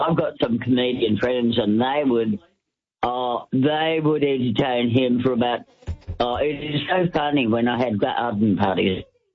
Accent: Crooked Brook, Western Australia, Australia; moved away; I grew up in a little place called Crooked Brook

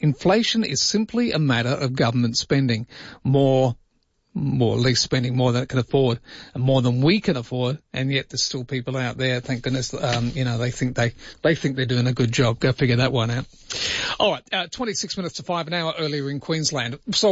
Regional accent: South Africa; now in Australia; When I was a kid, I grew up in South Africa. I used to be able to speak fluent Afrikaans.

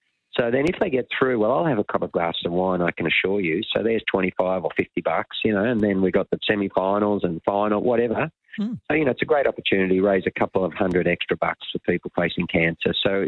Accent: Lismore, New South Wales, Australia; but I'm from Lismore, Northern New South Wales, just not too far from Brizzy there.

